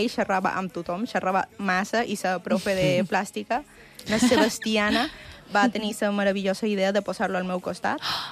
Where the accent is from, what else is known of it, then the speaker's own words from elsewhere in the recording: Bolivia; moved away; Jo som de Bolívia, però ja fa molt que estic per aquí i també m'he acabat de criar aquí